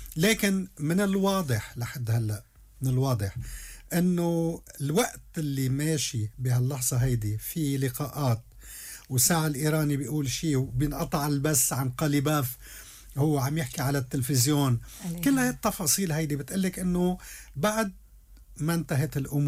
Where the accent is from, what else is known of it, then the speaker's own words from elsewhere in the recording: Lebanon; لكن بالنهاية في وقائع نحن باعتبار إسرائيل هيك شو استفدنا كلبنانيين